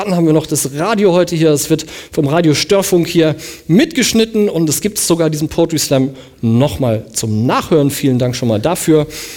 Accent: Southern Germany, Germany; wie ich als Süddeutscher eigentlich natürlicherweise sagen würde.

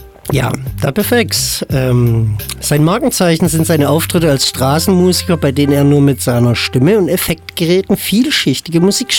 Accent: Mannheim, Baden-Württemberg, Germany; Ich bin aus Mannheim, wurde zurückgezogen.

